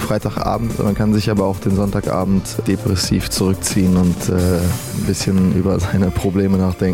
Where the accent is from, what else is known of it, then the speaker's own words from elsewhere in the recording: Kiel, Schleswig-Holstein, Germany; now in Hamburg, Germany; ich komme eigentlich aus Kiel. Mittlerweile wohne ich im wunderschönen Hamburg.